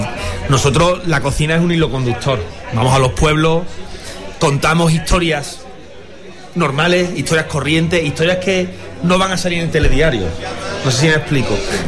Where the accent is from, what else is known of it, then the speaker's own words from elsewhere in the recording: Seville, Andalusia, Spain; Yo soy de Sevilla, he venido desde pequeño.